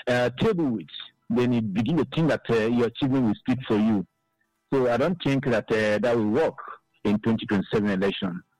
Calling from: Enugu, Enugu State, Nigeria; I'm calling you from Enugu.

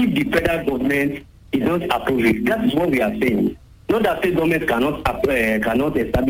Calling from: Apata, Oyo, Nigeria; Hello, good morning, Adiola. … I'm calling from Apata.

